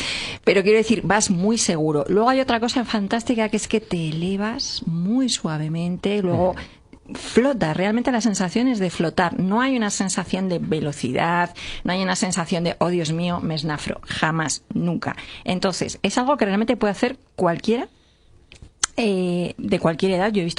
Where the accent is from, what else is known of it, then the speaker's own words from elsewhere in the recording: Spain; en España ya somos más europeos.